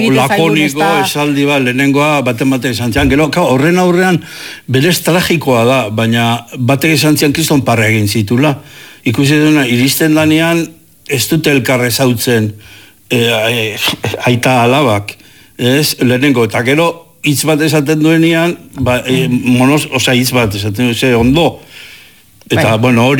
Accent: Legazpi, Basque Country, Spain; born there; ni jaio nintzen herria bezala, Lehazpi bezala

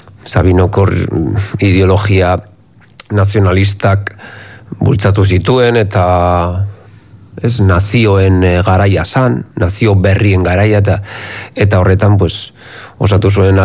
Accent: Basque Country, Spain; Independentista naiz, eta euskalduna naiz bakarrik.

